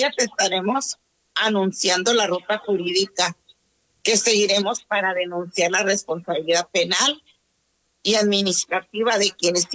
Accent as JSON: {"language": "Spanish", "region": "Sonora", "country": "Mexico", "said": "Está en Hermosillo y somos sonorenses. Aunque la realidad es que somos federales, pero estamos situados en Sonora."}